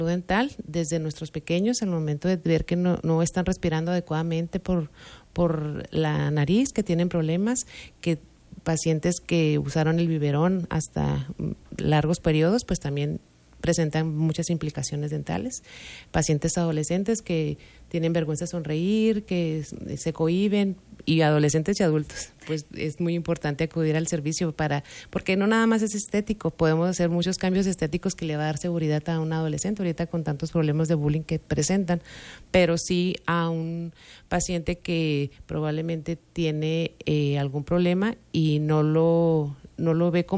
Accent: Delicias, Chihuahua, Mexico; somos de aquí de Delicia

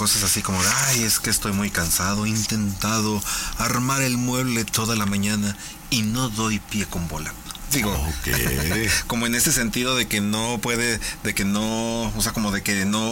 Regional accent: Mexico City, Mexico; yo soy chilango a mucha honra.

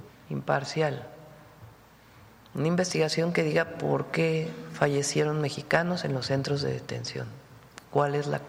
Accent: Mexico; pero tampoco puede uno, como gobierno y como mexicanas y mexicanos, decir no vayamos a decir nada

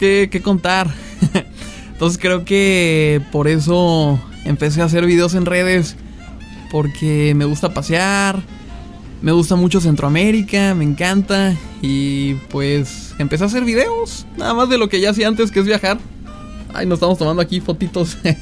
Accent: Querétaro, Mexico; born there; also born or lived in Toluca, State of Mexico

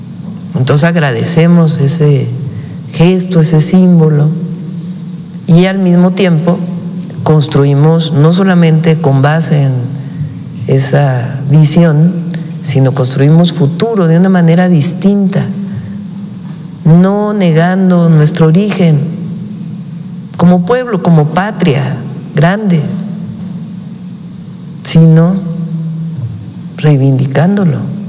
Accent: Mexico; Aunque hayamos tenido antecedentes europeos, tenemos la obligación como mexicanos, más allá de nuestro origen étnico particular

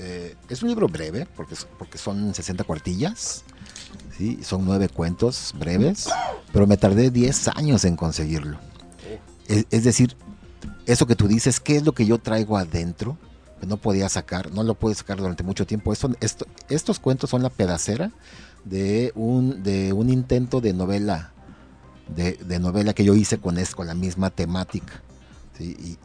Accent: Acapulco, Guerrero, Mexico; Yo como acapulqueño

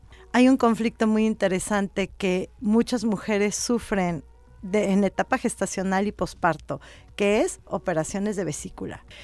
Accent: Mexico; yo soy mexicana, estoy súper orgullosa de lo que somos.

